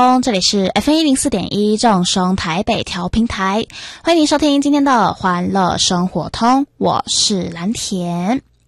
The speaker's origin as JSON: {"language": "Chinese", "country": "Taiwan", "said": "我们台湾人"}